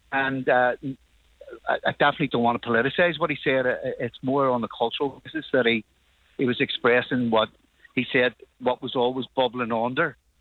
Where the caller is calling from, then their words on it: Denmark; I'm phoning from Denmark, yes.